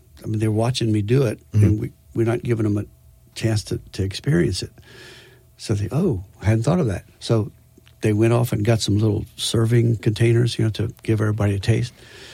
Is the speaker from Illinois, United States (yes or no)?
no; Louisiana, United States; I'm from Louisiana.